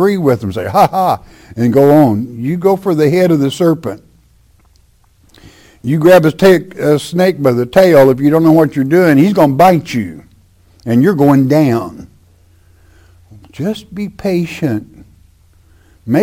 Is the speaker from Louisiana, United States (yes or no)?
no; Oklahoma, United States; I grew up in Oklahoma, and I was a grandson of one of the greatest horse buyers there ever was in Oklahoma.